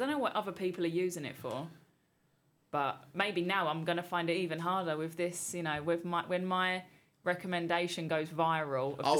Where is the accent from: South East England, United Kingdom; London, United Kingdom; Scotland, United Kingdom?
London, United Kingdom; Millwall; Well, I'm from Millwall, as you say.